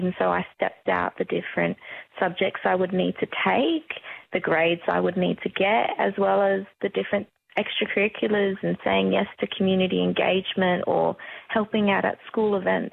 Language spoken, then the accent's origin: English; Broome, Western Australia, Australia; also born or lived in Perth; I grew up in Broome for a large portion of my life. After I was born in Boorloo, Perth, we made the very big journey up the coast of WA, and I spent from pre-primary all the way up to about year 8 there.